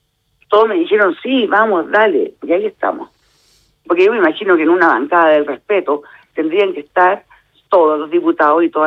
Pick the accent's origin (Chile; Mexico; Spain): Chile; somos todos chilenos